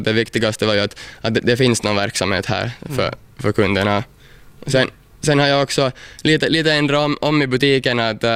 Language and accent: Swedish; Southwest Finland, Finland; No, jag är nog hemma från Mielisholm och min faffa är faktiskt hemma här från Kirjais också.